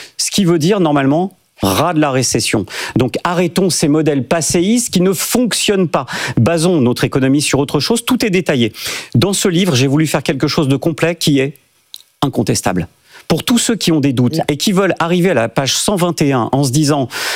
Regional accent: France; Vous savez, je suis français, je suis comme tout le monde

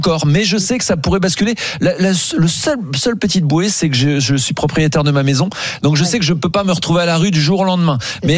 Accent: Grand Est, France

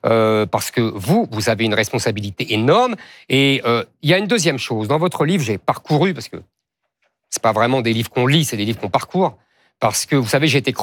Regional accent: France; Nous sommes des Français de branche, comme je dis toujours, Français de souche et Français de branche.

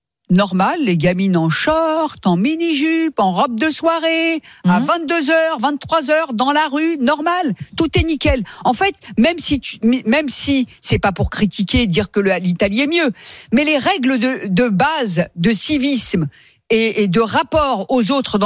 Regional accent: France; Moi, je suis comme vous, on a grandi dans cette société, on est français depuis longtemps, on a grandi ici, d'accord, moi dans mes générations.

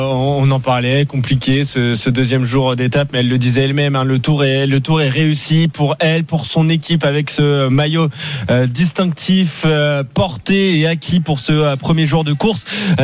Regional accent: France; dire que j'ai grandi dans les années fin 90 et 2000. Ben, c'était le maillot qui nous faisait rêver en tant que Français

